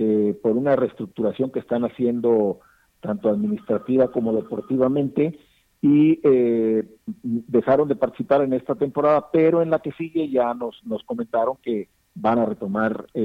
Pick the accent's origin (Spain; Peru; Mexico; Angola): Mexico; Nayarit; Eso pues en lo personal me llena de orgullo, porque yo soy de aquí de Nayarit.